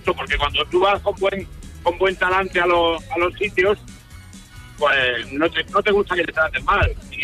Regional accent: Seville, Andalusia, Spain; Pues entre Valdepeña y Manzanares estoy. Vengo de Sevilla, mi arma.

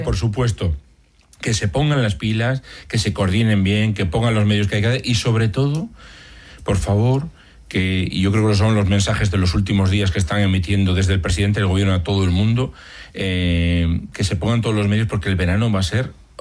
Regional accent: Galicia, Spain; Yo soy gallego

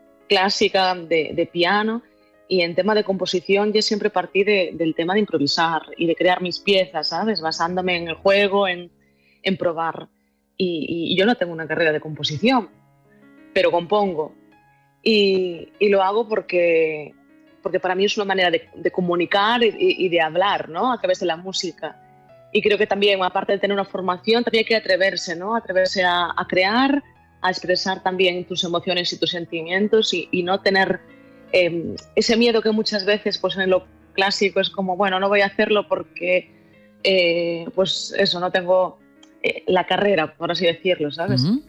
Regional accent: Galicia, Spain; una persona que, como buena gallega, pues dudo un montón

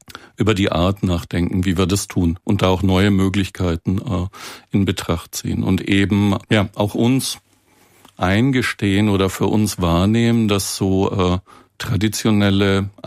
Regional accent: Southern Germany, Germany; now in Bonn, Germany; Ich würde ein klassisches Jein antworten als Süddeutscher.

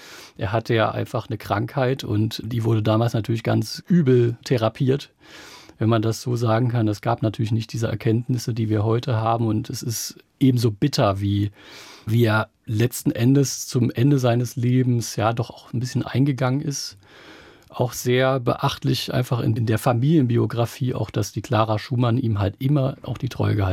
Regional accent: Saxony, Germany; ich bin ja auch ein Sachse

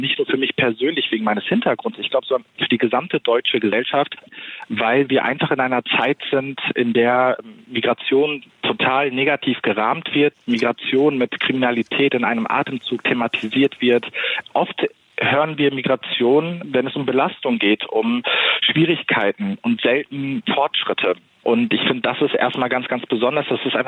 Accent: Germany; Ich bin in Deutschland aufgewachsen, aber nicht in Deutschland geboren.

